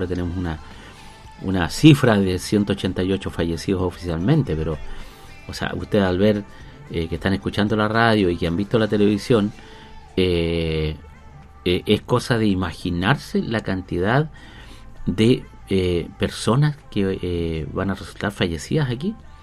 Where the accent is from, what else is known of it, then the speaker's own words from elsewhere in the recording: Chile; now in Fresia, Chile; que demostremos como chilenos